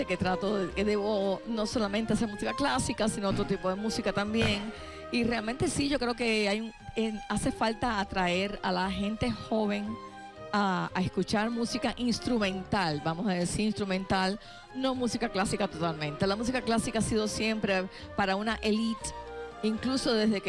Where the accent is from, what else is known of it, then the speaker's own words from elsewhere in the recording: Cuba; now in Miami, United States; yo como cubana exiliada en Estados Unidos